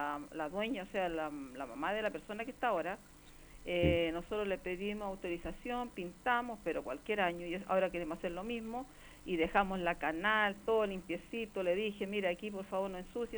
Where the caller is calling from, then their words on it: Valparaíso, Chile; soy de Playa Ancha.